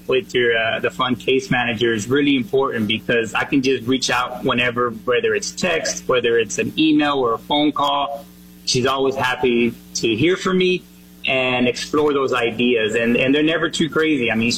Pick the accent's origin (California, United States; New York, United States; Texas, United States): Texas, United States; Fort Worth; At the age of two, I ended up, we moved to Texas, and I was raised there in Fort Worth.